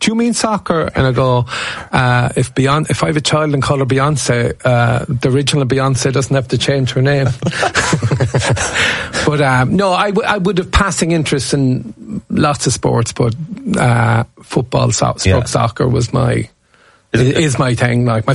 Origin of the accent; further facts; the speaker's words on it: Corbally, Munster, Ireland; I'm from Corbally. They brought the All-Ireland to the primary school when I was a kid.